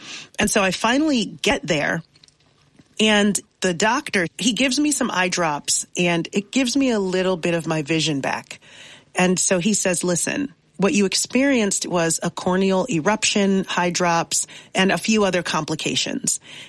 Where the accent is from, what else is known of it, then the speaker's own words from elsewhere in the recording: Nigeria; now in New York, United States; And so my first thought was, as a Nigerian, or maybe as an Aries, or maybe as a New Yorker, my first thought was, how do I live my best life now?